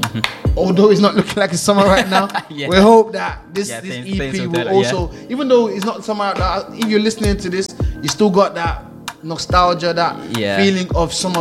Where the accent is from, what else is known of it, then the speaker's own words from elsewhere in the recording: Nigeria; born there; moved away; also born or lived in United Kingdom; I'm a guy who was born in Nigeria, I grew up in Nigeria, and I also grew up in the UK.